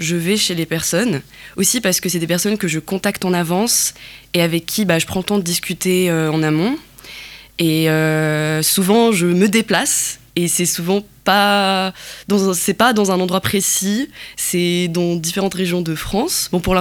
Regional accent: Algeria; et moi je viens d'Algérie, ah toi aussi tu viens d'Algérie, et on s'est regardé dans les yeux

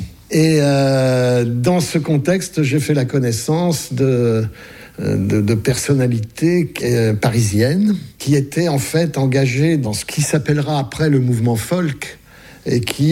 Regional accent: Centre-Val de Loire, France; moved away as an adult; now in Lyon, France; j'ai 73 ans. Et je suis arrivé à Lyon venant du Berry. En 1966

